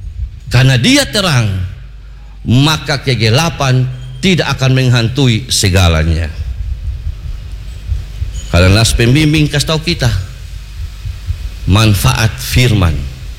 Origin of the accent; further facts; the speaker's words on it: East Nusa Tenggara, Indonesia; Apalagi kita orang Alor, Selom, Alor, Pura, Selom, bagaimana?